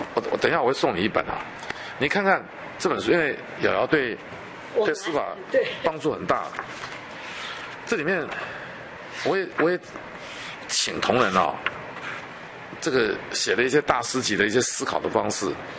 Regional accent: Taiwan; 我们台湾人就是一盘散沙

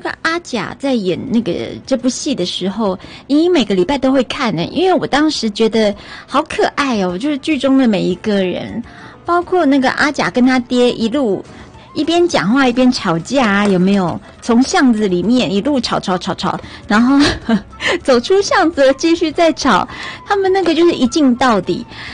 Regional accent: Taiwan; 美国人跟我们台湾人不太一样

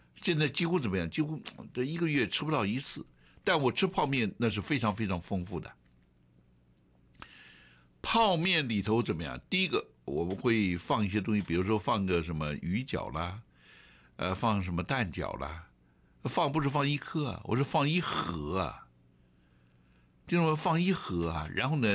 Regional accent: China; 我们一般就是我们中国人早餐，老一辈的都是怎么样？稀饭配什么豆腐乳啦，配什么咸鸭蛋啦

